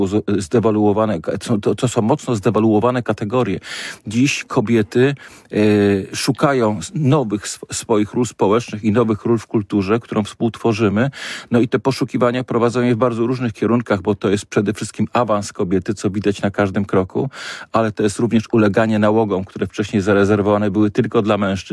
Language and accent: Polish; Poznań, Greater Poland Voivodeship, Poland; ja jestem z Dolnego Łazarza.